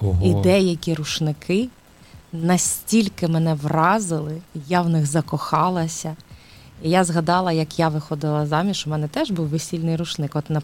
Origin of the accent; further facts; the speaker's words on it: Dnipro, Dnipropetrovsk Oblast, Ukraine; moved away; also born or lived in Slobozhanshchyna; я ж сама з Дніпра, тому Слобожанщина – це мій рідний край.